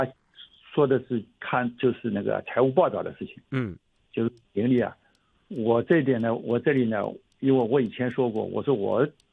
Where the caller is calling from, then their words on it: Hangzhou, Zhejiang, China; 我是杭州的